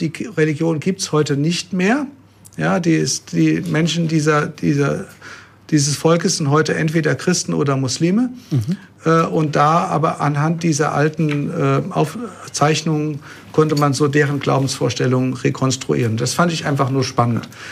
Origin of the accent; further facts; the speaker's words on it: Bad Homburg, Hesse, Germany; also born or lived in Rhineland-Palatinate; Ich komme aus Rheinland-Pfalz. Nein, ich bin in Rheinland-Pfalz geboren und bin aber aufgewachsen in Bad Homburg. Bin als noch als kleines Kind dahin gekommen. Fühle mich auch als Bad Homburger, so von meiner Heimat her.